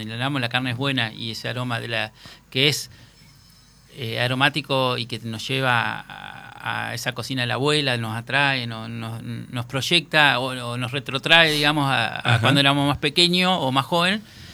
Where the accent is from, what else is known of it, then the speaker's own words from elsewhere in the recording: Viale, Entre Ríos, Argentina; born there; al lado de mi casa, donde yo nací, estaba Joaquín Scione, que era un fiel trabajador para la cooperadora de salón parroquial de Viales, de la iglesia Santa Ana